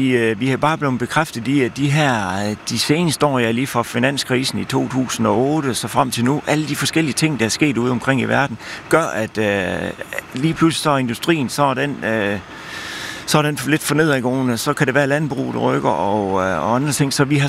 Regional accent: Central Denmark Region, Denmark; Vi er vestjyder

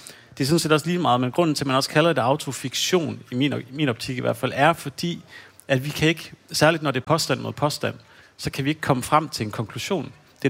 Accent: Hanstholm, North Denmark Region, Denmark; min opvækst i Hanstholm i 90'erne.

